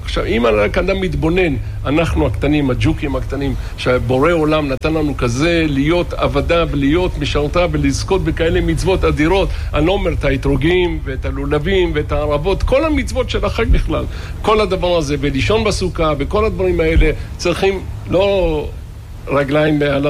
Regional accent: Bat Yam, Tel Aviv District, Israel; born or raised there

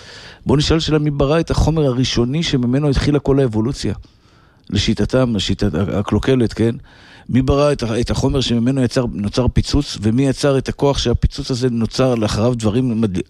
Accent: Bnei Brak, Tel Aviv District, Israel; אני גדלתי בבתי אבות פונוביץ', בהארדקור של החרדים בבני ברק. זה מקום, זה המקום שגדלתי בו. רחוב סעדיה גאון 24

